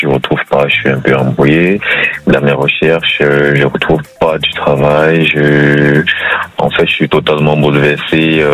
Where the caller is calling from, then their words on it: Paris, Île-de-France, France; Je vous appelle depuis la ville de Paris